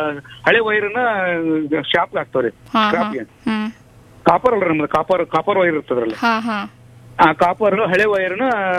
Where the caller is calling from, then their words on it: Harihar, Karnataka, India; ಹರಿಹರ ತಾಲೂಕು, ದಾವಣಗೆರೆ ಜಿಲ್ಲಾ.